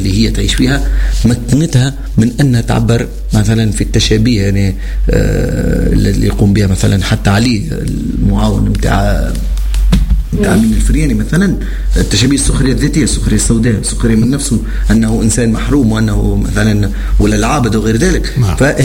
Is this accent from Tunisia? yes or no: yes; Tunisia